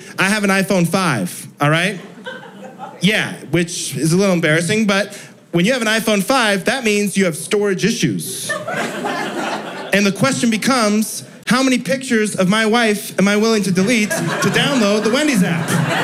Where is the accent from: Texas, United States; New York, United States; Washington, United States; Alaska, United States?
Washington, United States; Seattle; growing up in Seattle